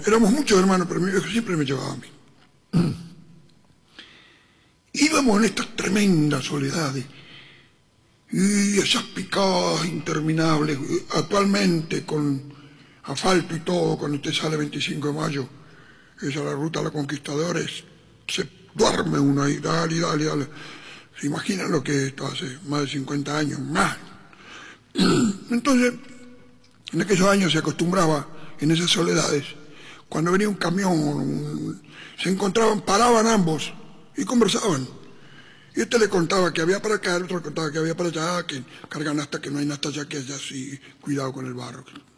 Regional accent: Plaza Huincul, Neuquén, Argentina; Yo nací y me crié en Plaza Winkle

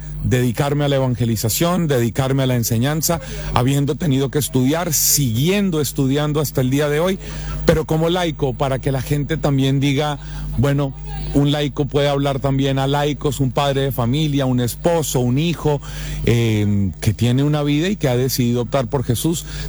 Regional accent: Bogotá, Colombia; born there; yo soy colombiano, nacido en la capital de mi país, en la ciudad de Bogotá, casado desde el año 2004 con una cantautora de música católica chilena del sur de Chile, de la ciudad de Puerto Montt.

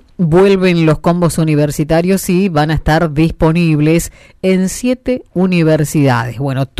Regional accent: Garupá, Misiones, Argentina; Vos sabés que me voy para mi pueblo, en realidad, sí. ¿No? Me voy para Garupa.

